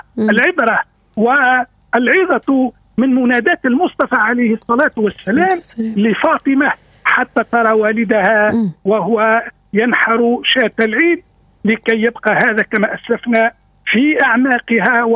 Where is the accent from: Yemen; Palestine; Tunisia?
Tunisia; بلادنا تونس